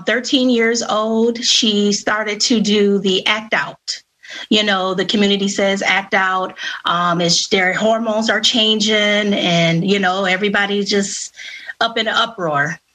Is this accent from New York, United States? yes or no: yes; Rochester, New York, United States; And I am born and raised in Rochester, New York. I am a mother of three, 23, 12, and 3 years old.